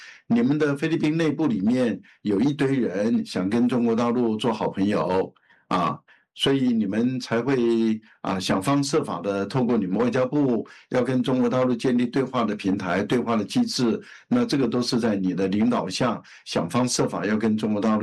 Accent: Taiwan; 我们台湾话叫落差

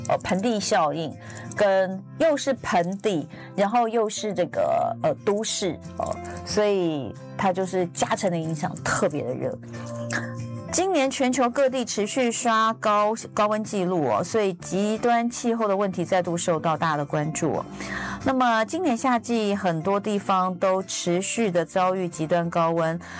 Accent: Taiwan

